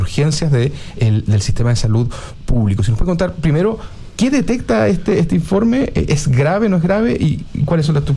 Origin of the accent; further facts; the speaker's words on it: Biobío, Chile; Y un saludo también a Bio Bio, mi tierra natal